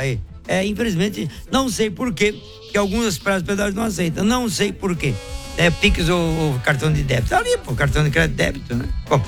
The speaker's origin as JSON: {"language": "Portuguese", "town": "Praia Grande", "region": "São Paulo", "country": "Brazil", "said": "sou da Praia Grande, São Paulo."}